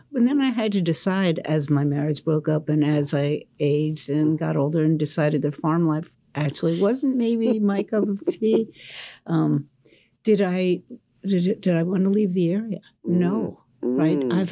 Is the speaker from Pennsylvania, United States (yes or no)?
no; West Virginia, United States; also born or lived in Fairmont, United States; I moved from Wetzel County, rural Wetzel County, West Virginia, to Fairmont, West Virginia.